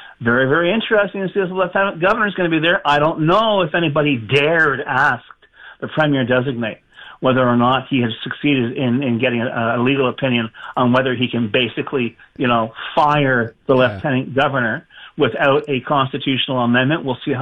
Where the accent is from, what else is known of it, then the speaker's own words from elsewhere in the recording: Canada; as a Canadian